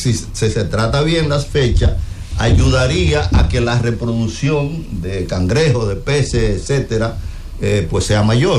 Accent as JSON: {"language": "Spanish", "region": "Monte Cristi", "country": "Dominican Republic", "tie": "born there", "said": "En el caso de Montecristi hay barrios enteros, como el barrio donde yo nací"}